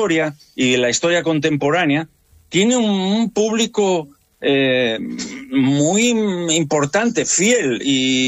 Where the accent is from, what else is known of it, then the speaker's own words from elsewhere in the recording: Gijón, Asturias, Spain; Yo nací, me crié en Gijón